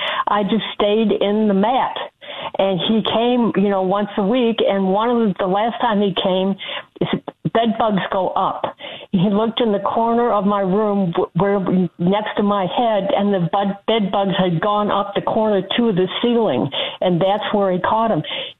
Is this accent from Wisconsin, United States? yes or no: yes; Madison, Wisconsin, United States; moved away; also born or lived in Maryland / the East; I grew up in Madison, but I only moved back 4 years ago, so I spent 50 years in the East. The last venture was in Maryland for 9 years